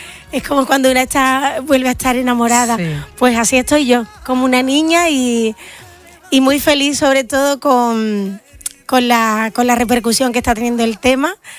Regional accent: San José de la Rinconada, Andalusia, Spain; estoy en mi pueblo, San José de la Rinconada, el 4 de junio.

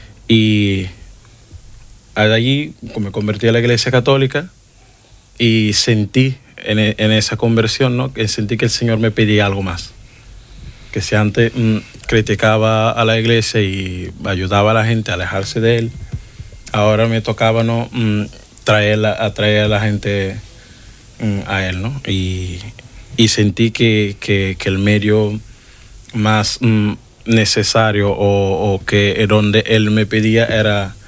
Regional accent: Mindelo, São Vicente, Cape Verde; Spanish is a second language; moved away as an adult; soy de Cabo Verde y de la diócesis de Mindelo. Cabo Verde tenemos dos diócesis. Soy de la diócesis de Mindelo, estoy aquí estudiando porque mi obispo me mandó.

